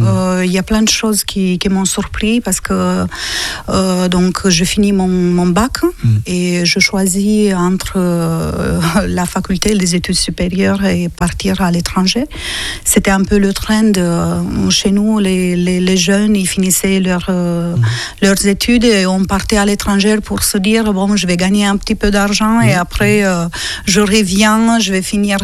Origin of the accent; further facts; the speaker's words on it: Războieni, Iași County, Romania; French is a second language; moved away as an adult; je suis née à Iași, mais j'ai vécu à 50 km dans la campagne. Et cette petite ville que j'aime beaucoup s'appelle Războieni. Et c'est là que j'ai grandi.